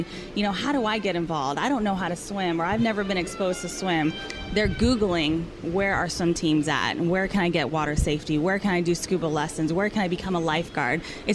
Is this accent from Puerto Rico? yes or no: yes; San Juan, Puerto Rico; growing up in San Juan, Puerto Rico, I was surrounded by water